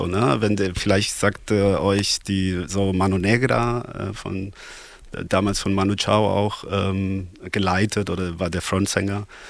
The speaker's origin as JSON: {"language": "German", "region": "Berlin", "country": "Germany", "tie": "born there", "said": "in meiner Jugend in Berlin"}